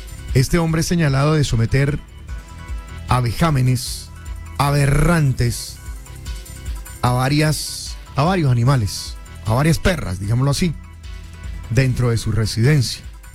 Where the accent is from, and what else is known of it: Colombia